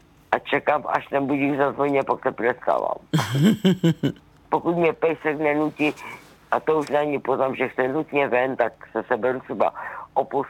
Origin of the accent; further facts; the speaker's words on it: Poland; Czech is a second language; Já z práce přijím 10 hodin večer, protože jsem ho z Polska, to už víte.